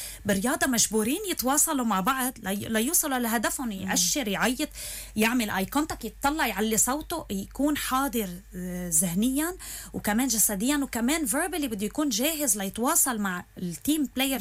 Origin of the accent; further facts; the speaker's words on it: Lebanon; نحن كمجتمع لبناني